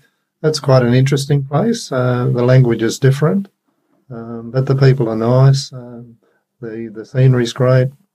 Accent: Hobart, Tasmania, Australia; I come from Tasmania, Hobart, and … They were among a whole group of people that came out and settled in a place called Collinsvale now, but it was called Bismarck.

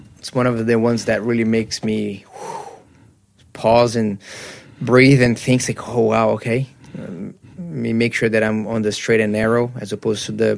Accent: Brazil; moved away; growing up in a very Christian country, and same thing for me in Brazil. Brazil is a very Catholic country.

